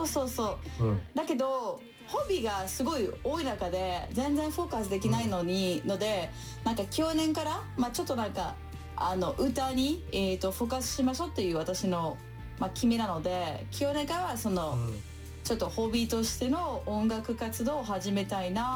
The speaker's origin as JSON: {"language": "Japanese", "region": "Provence-Alpes-Côte d'Azur", "country": "France", "tie": "born or raised there", "second_language": "Japanese", "moved": "as an adult", "lives_now": "Tokyo, Japan", "said": "フランス人です。フランスの、南プロヴァンス出身です。で、日本に来たのは20年前です。"}